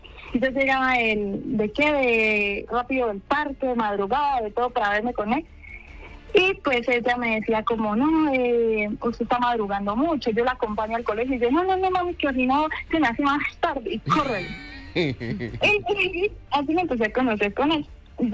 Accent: Duitama, Boyacá, Colombia; Pues, yo soy de Duitama, Boyacá.

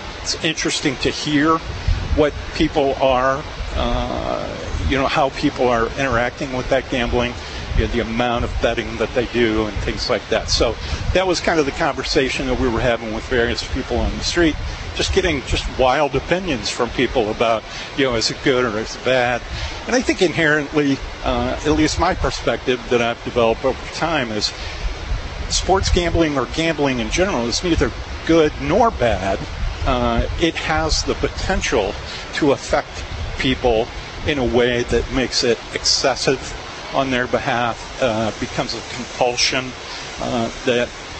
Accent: St. Louis, Missouri, United States; I grew up in St. Louis, so I've been a Cardinal fan my entire life.

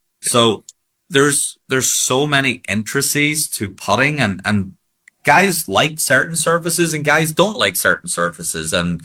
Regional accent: Ireland; moved away as an adult; now in Florida, United States; Growing up where we grew up in Ireland on links courses or even the, you know, the parkland courses

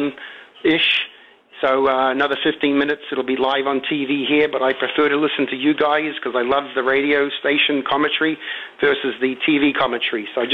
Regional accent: Hamilton, Waikato, New Zealand; now in Simsbury, United States; Born and bred in Hamilton, New Zealand. I've been living here in Simsbury, Connecticut since about 1992.

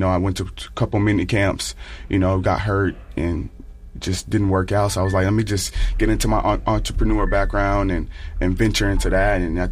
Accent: Texas, United States; also born or lived in Kenya; I'm a Texan.

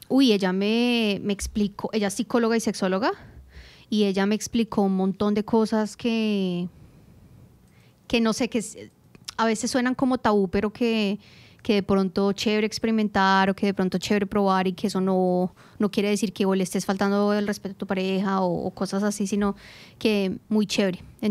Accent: Colombia; now in Australia

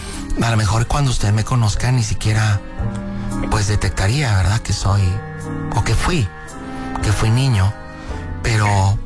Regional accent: Tequila, Jalisco, Mexico; Tengo 27 sí. años y yo soy de Jalisco, de Tequila.

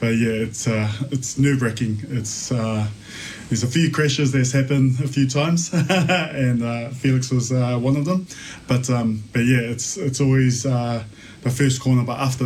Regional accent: Lower Hutt, Wellington, New Zealand; Yeah, I come from Lower Hutt, born and raised in Wellington.

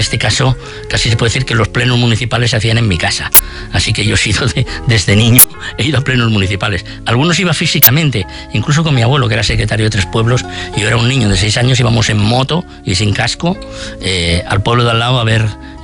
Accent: Camporrels, Aragon, Spain; Mi pueblo era un pueblo agrícola, pero muy cercano al río Noguera Ribagorzana, y a partir de finales de los 50, yo nací en el 51

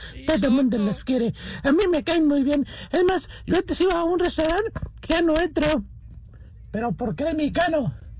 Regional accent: Spain; Bueno, ¿yo por qué? Porque soy español, ¿verdad?

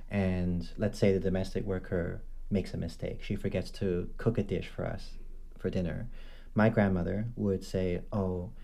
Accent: Hong Kong; also born or lived in United Kingdom; I come to the country from Hong Kong, where I was born and where I was raised. I'm a Filipino-Chinese guy. My dad is Filipino and my mom is Chinese.

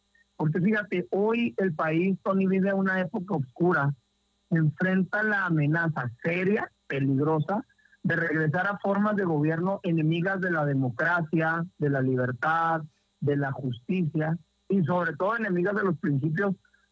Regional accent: Ciudad Juárez, Chihuahua, Mexico; como buenos juarenses y chihuahuenses

